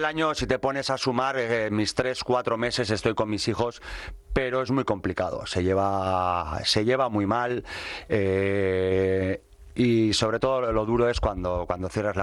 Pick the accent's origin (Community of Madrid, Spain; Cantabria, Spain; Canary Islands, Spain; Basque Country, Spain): Basque Country, Spain; Irún; moved away; Yo soy de Irún.